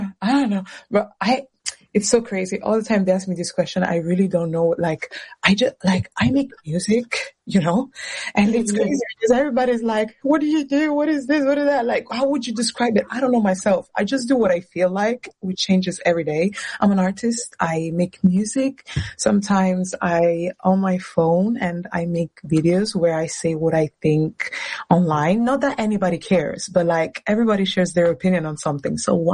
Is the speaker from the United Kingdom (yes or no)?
no; Castel Volturno, Campania, Italy; also born or lived in Pozzuoli; I was born in Pozzuoli, which is Napoli, close to Napoli, is part of the Città Metropolitana Napoli. And after that, both me and my sister were born there, and then we moved to Castel Volturno